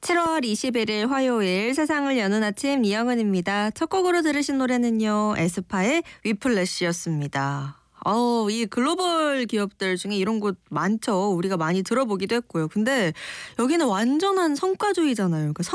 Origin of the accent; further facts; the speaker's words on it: South Korea; 저는 한국인인 게 참 좋아요.